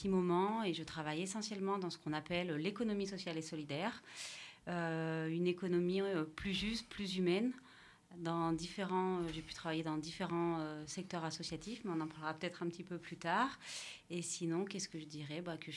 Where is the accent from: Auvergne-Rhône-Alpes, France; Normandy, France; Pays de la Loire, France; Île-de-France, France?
Auvergne-Rhône-Alpes, France; born there; now in Puy-de-Dôme, France; je suis née dans le Cantal, qui est un département que j'aime profondément